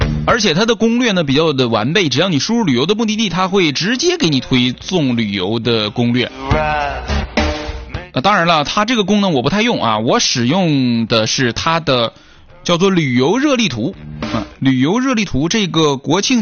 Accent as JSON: {"language": "Chinese", "town": "Songyuan", "region": "Jilin", "country": "China", "tie": "born or raised there", "said": "比如说我的老家松原"}